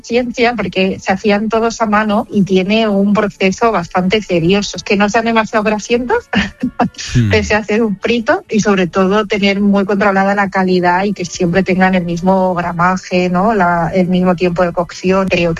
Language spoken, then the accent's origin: Spanish; China; now in Spain; como buena china, un gran sentimiento de responsabilidad, ¿no?